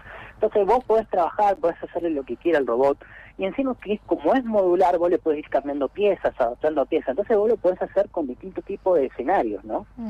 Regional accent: Trelew, Chubut, Argentina; moved away as an adult; now in Buenos Aires, Argentina; yo soy de Trelew, como ahora obviamente es mucho más grande y demás

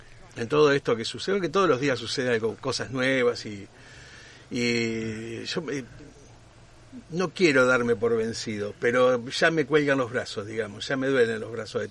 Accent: Argentina; hoy somos argentinos

